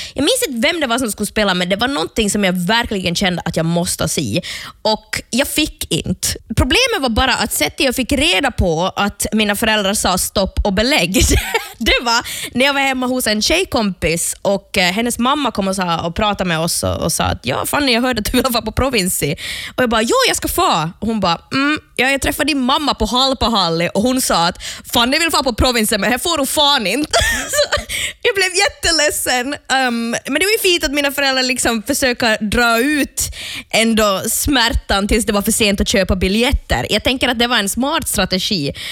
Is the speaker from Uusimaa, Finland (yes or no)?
no; Jakobstad, Ostrobothnia, Finland; då är jag uppväxt typ en timme från Seinäjoki. Det är helt sjukt. Om man tänker på hur många gånger jag som är uppväxt i Jeppis har åkt till Vasa, som också är en timme bort.